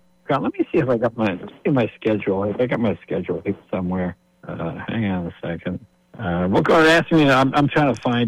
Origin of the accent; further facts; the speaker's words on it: New England, United States; moved away; Well, I'm from New England, so it's kind of fun to get back here.